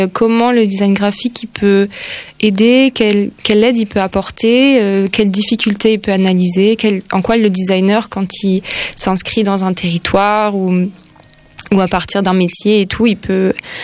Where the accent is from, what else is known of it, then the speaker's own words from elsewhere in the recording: Grenoble, Auvergne-Rhône-Alpes, France; Après moi je suis allée pas mal sur place en Ariège, puis j'ai grandi à Grenoble et tout.